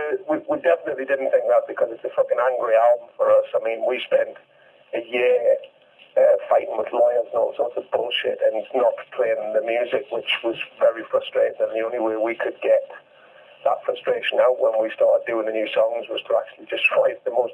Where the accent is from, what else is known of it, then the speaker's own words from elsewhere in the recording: England, United Kingdom; like being English, you know, fucking, we're renowned for it anyway. We like to fuck around with our wonderful accents.